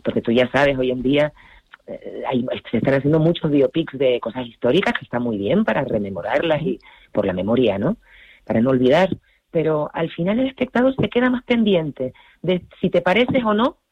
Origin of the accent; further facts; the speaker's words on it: Las Palmas, Canary Islands, Spain; yo soy de Gran Canaria, yo soy de Las Palmas.